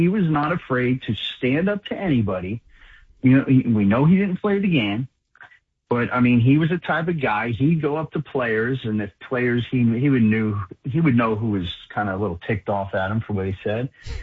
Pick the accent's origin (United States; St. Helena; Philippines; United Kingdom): United States; New York; And I always used to remember as a kid, like growing up in New York